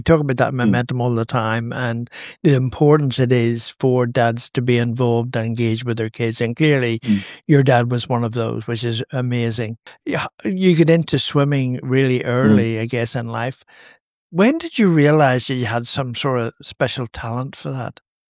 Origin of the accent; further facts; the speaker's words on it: Ireland; I'm not a pommy. I'm an Irishman.